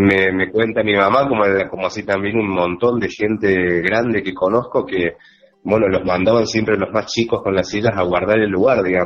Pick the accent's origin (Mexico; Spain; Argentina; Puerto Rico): Argentina; Cosquín, Córdoba; also born or lived in Villa Bustos / Santa María; nací en el Hospital Funes, que se encuentra aquí en la vecina localidad de Santa María, y me crié entre Villa Bustos y Cosquín, porque viví hasta los 10 años en Villa Bustos, pero venía al colegio aquí a Cosquín, a la casa de mis abuelos. Ajá. Así que soy bien coscoíno.